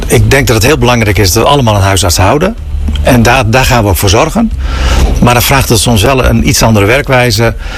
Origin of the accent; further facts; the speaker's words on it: Friesland, Netherlands; Ja, en dat vraagt ook van ons als inwoners, van ons als Friezen, dat we ons wel een beetje moeten aanpassen.